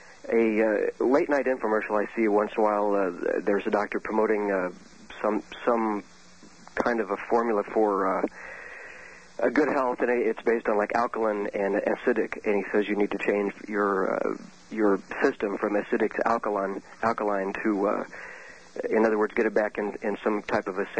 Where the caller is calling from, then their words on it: Whitehall, Illinois, United States; I'm calling from Whitehall, Illinois.